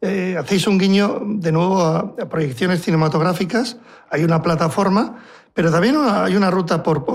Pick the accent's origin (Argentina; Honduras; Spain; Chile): Spain; Getxo, Basque Country; no sé si porque soy de Algorta